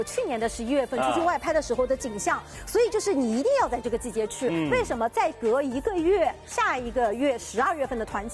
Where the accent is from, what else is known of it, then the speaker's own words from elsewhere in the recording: Shanghai, China; 我们上海人